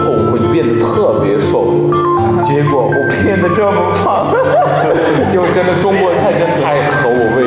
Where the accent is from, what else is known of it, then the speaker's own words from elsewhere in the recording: Kazakhstan; Chinese is a second language; moved away as an adult; now in Urumqi, China; 我是来自哈萨克斯坦的留学生，这是我在中国的第360天